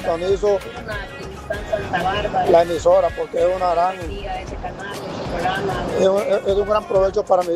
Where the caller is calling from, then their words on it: Nicaragua; Soy un cortotón nicaragüense